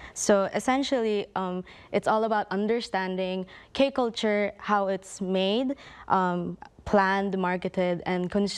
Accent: Philippines; from the Philippines

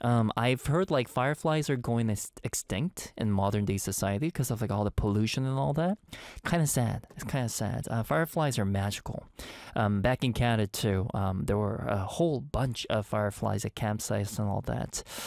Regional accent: Kuala Selangor, Selangor, Malaysia; to brag about my hometown where I grew up, Kuala Selangor. We have historic hill, firefly sanctuary.

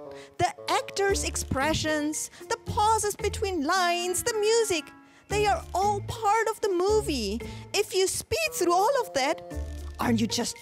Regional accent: France; now in South Korea; from France, and I've been living in Korea for 2 years.

